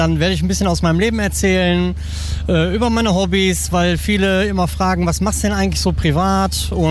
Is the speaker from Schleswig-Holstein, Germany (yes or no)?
no; Duisburg, North Rhine-Westphalia, Germany; Ich komme einen Katzensprung entfernt aus Duisburg.